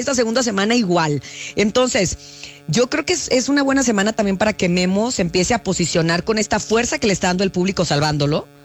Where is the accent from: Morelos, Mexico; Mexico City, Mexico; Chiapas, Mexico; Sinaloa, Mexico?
Sinaloa, Mexico; Los Mochis; Soy originaria de Los Mochis, Sinaloa, tierra de grandes, grandes peloteros, orgullosamente lo digo, y crecí viendo este deporte